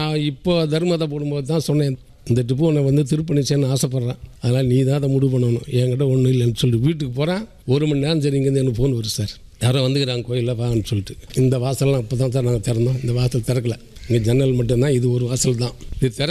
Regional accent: Tamil Nadu, India; நான் இரும்பு கிராமத்தில் பிறந்து என்னுடைய பூர்வீகம் தான்.

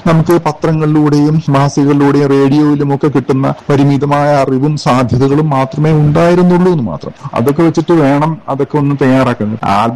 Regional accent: Kozhikode, Kerala, India; ഞാൻ കോഴിക്കോട്ടുകാരനാണ്.

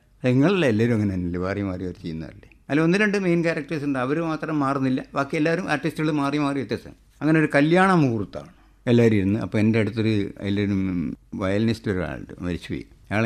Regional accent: Kozhikode, Kerala, India; സാറേ ഞാൻ കോഴിക്കോടുകാരനാണ്

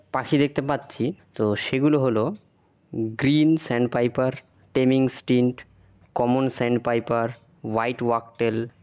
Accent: Pharabari, West Bengal, India; আমাদের গ্রামটার নাম হচ্ছে ফাড়াবাড়ি, সে ফাড়াবাড়ির সামনে আমাদের একটা নদী আছে যেটা হচ্ছে চেঙ্গামাঞ্জা নদী।

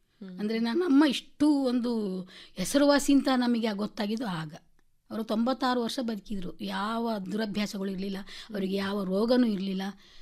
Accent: Kodagu, Karnataka, India; accent: Mysore Kannada; ನಮ್ಮ ಕನ್ನಡ ಅಂದ್ರೆ ನಮ್ದು ಮೈಸೂರು ಕನ್ನಡ ಜಾಸ್ತಿ ನಮ್ಮೂರಲ್ಲಿ

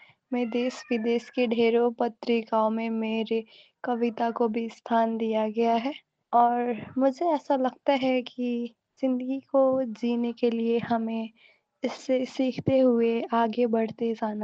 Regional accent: Kathmandu, Bagmati, Nepal; मैं काठमांडू नेपाल से हूँ।

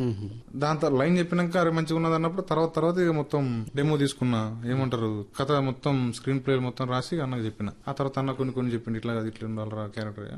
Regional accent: Yellandu, Telangana, India; Yellandu sir.

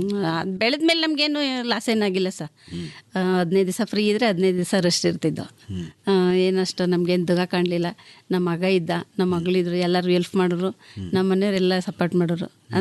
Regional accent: Bandrahalli, Karnataka, India; ನಮ್ಮ ಹುಟ್ಟೂರು ಬಂಡ್ರಳ್ಳಿ, ಹುಲಿದುರ್ಗದ ಹತ್ರ ಬಂಡ್ರಳ್ಳಿ.

